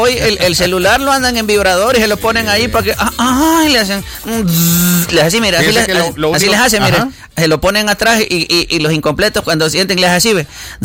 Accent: El Salvador; Vamos como salvadoreños

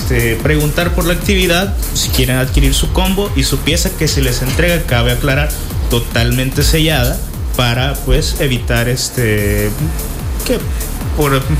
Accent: El Salvador

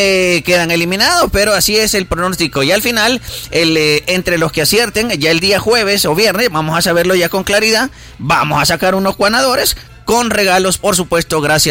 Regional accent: El Salvador; Porque como salvadoreños queremos que él también haga un buen trabajo

